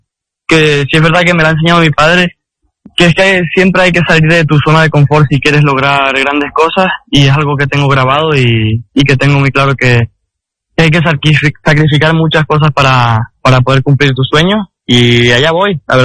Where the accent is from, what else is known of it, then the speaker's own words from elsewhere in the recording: Canary Islands, Spain; now in United Arab Emirates; mi tierra